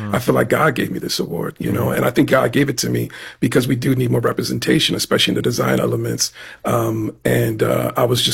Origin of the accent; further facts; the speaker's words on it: Penfield, New York, United States; Yeah, I was born and raised Muslim in Rochester, New York, small town called Penfield up there. You know, I was one of the few black kids in my neighborhood, me and my brothers.